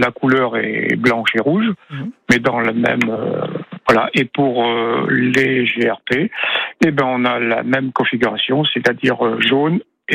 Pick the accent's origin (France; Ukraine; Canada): France; Nouvelle-Aquitaine; chez nous, en Creuse